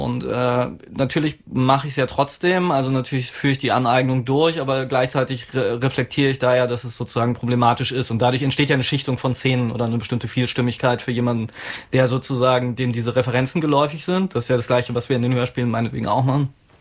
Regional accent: East Germany, Germany; ich bin ja auch Ostdeutscher zum Beispiel

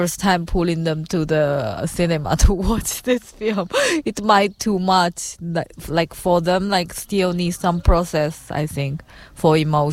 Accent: China; English is a second language; now in Poland; like because I come from China and I see so empty street.

